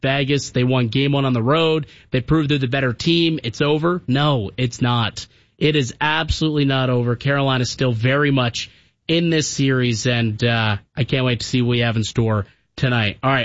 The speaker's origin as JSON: {"language": "English", "country": "Canada", "said": "As a Canadian, I don't like that opinion"}